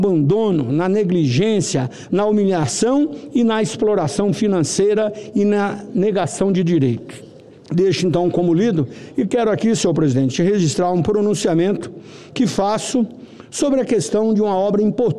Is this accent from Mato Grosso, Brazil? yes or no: yes; Rondonópolis, Mato Grosso, Brazil; o falecimento de dois importantes nomes da história da minha cidade natal, Rondonópolis.